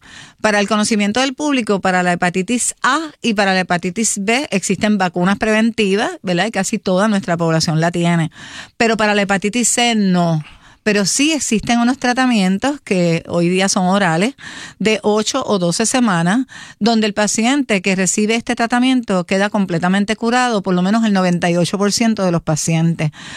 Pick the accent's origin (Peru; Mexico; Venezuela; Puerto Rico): Puerto Rico; pero tú sabías, Rubén, que donde único le dicen en el mundo maones a esta pieza somos los puertorriqueños.